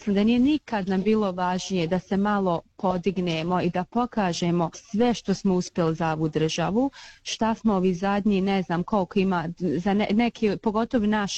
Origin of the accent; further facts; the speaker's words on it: Srebrenica, Republika Srpska, Bosnia & Herzegovina; now in Australia; Mi smo poreklom iz Srebrenice, 92. smo ja, moja majka, moja njene, moj brat. Krenuli iz Srebrenice prema Sloveniji sa drugim izbjeglicama.